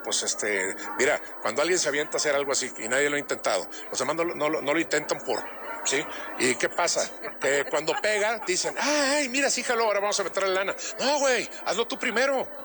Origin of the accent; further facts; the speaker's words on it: Monterrey, Nuevo León, Mexico; Soy de Monterrey, bueno, joder.